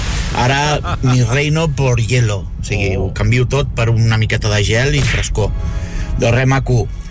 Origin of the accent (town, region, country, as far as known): Badalona, Catalonia, Spain